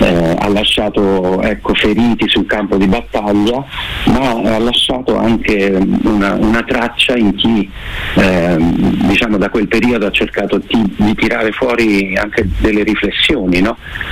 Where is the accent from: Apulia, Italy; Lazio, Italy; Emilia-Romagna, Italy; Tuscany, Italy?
Lazio, Italy; Rome; Abbiamo scelto di ritornare a Roma, che è la mia città d'origine, in questo luogo così prestigioso